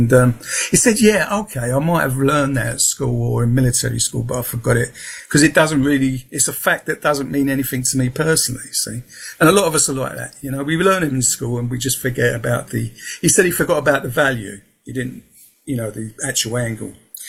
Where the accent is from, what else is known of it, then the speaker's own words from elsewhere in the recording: London, United Kingdom; accent: Peckham, Southeast London; I was brought up in Peckham, London, Southeast London. So that's my accent.